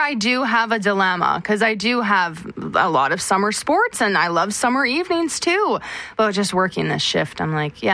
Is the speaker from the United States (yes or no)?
no; Ontario, Canada; now in Winnipeg, Canada; being that I'm from Northwestern Ontario.